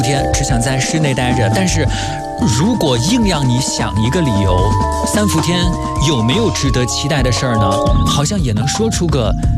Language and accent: Chinese; Pizhou, Jiangsu, China; 对于我一个邳州人来说，我老家是有伏羊节之说的，